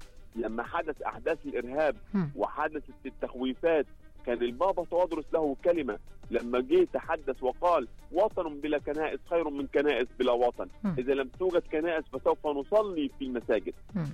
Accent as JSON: {"language": "Arabic", "country": "Egypt", "said": "احنا مصريين"}